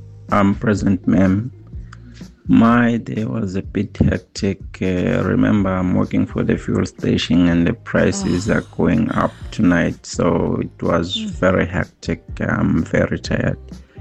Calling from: Hluhluwe, KwaZulu-Natal, South Africa; I'm calling from Engine Biopop Convenience Center in Hlohlwe.

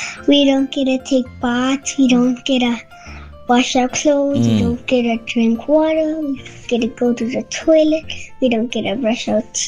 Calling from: Pietermaritzburg, KwaZulu-Natal, South Africa; I'm from Pietermaritzburg

